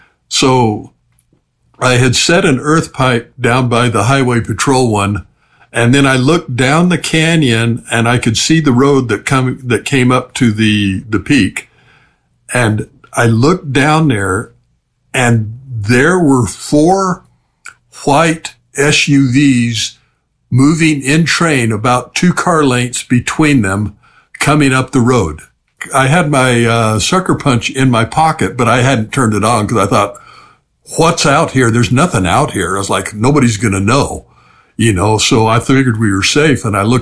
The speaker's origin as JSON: {"language": "English", "region": "Arizona", "country": "United States", "tie": "born or raised there", "said": "But I was back in my hometown in eastern Arizona."}